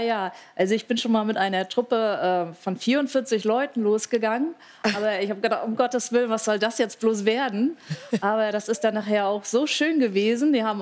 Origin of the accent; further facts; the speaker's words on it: Wismar, Mecklenburg-Vorpommern, Germany; In meiner Freizeit führe ich Gäste durch meine Heimatstadt, ja.